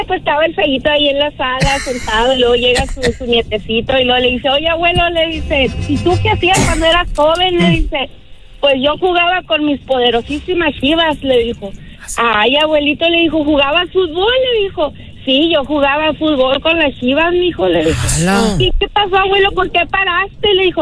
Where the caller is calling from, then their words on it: Guaymas, Sonora, Mexico; yo soy de los ranchitos metidos de allá de Empalme, de Guaymas.